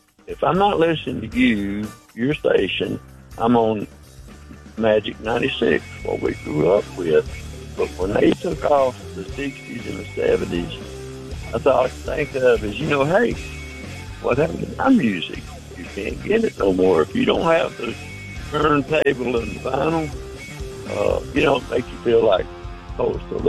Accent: Birmingham, Alabama, United States; I grew up in Norwood, close to Protective, close to the amphitheater and stuff, but I'm 77.

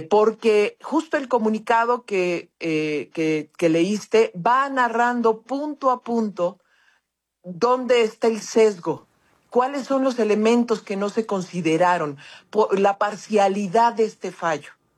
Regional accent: Mexico; este tipo de resoluciones en estos más de 20 años que he conocido sobre temas de libertad de expresión en mi país y en el continente.

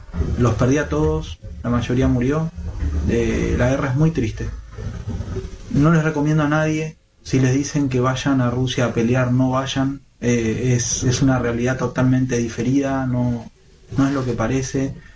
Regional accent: Buenos Aires, Argentina; now in Russia; tengo 37 años, soy de Buenos Aires.

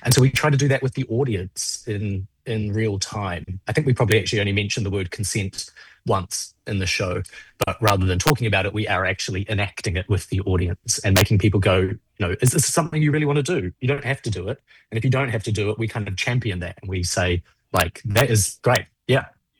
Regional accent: New Zealand; Growing up in New Zealand, it was very much puberty was the kind of focus.

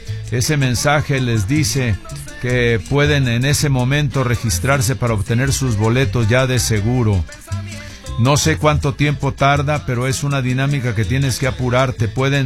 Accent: Mexico City, Mexico; de la Ciudad de México. Ahora por aquí, cerca de tu pueblo de Nogales, Sonora. Mis padres son de Oaxaca

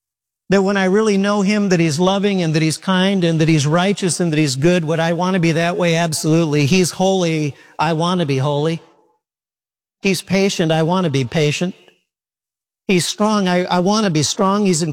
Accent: Midwest, United States; And the lightning was something I've never seen. And I'm from the Midwest.

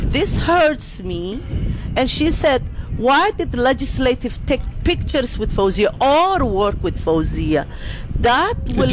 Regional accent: Somalia; Yeah, I'm from Somalia

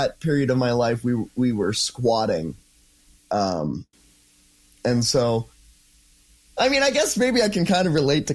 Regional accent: Coalhurst, Alberta, Canada; So I grew up in Coalhurst, Alberta.

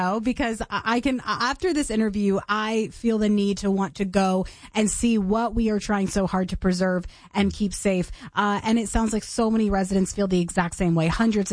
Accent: Knoxville, Tennessee, United States; I grew up in Knoxville, Tennessee. We have this highway called Alcoa Highway, if you're familiar.

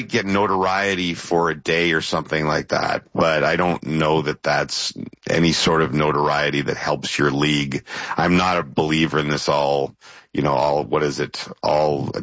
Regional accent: Ottawa, Ontario, Canada; born there; moved away as an adult; I went as a little kid till I moved away from Ottawa.

